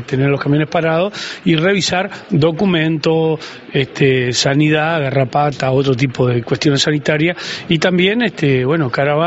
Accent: Uruguay; somos uruguayos, no somos anglosajones

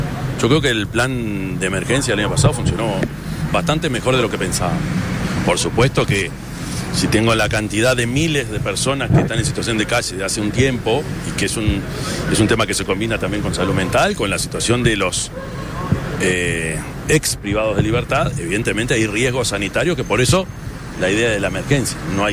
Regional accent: Uruguay

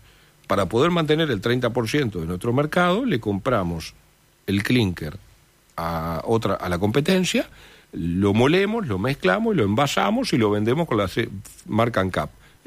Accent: Paysandú, Uruguay; es una posición difícil porque soy de Paysandú

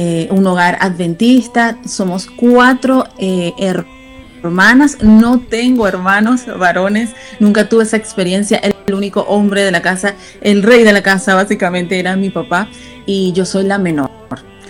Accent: Caracas, Capital District, Venezuela; moved away as an adult; also born or lived in Ecuador; now in Santa Cruz de la Sierra, Bolivia; yo nací en Caracas, Venezuela. Allí crecí todos mis primeros años de vida hasta parte de mi juventud la viví en esa ciudad, así es, en Caracas, Venezuela.

